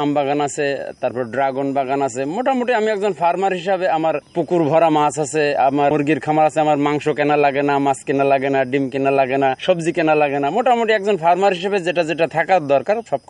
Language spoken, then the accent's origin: Bangla; Dumuria, Khulna Division, Bangladesh; আমার বাড়ি খুলনা জেলা ডুমুরিয়া উপজেলা।